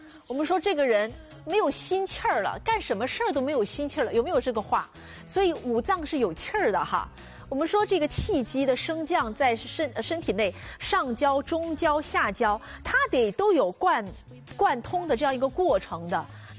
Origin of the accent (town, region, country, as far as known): China